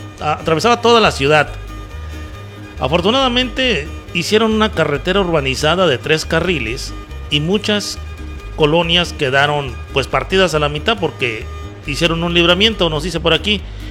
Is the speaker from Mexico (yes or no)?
yes; Huasteca, Mexico; de allá de donde es la estación, somos de la Huasteca, amigo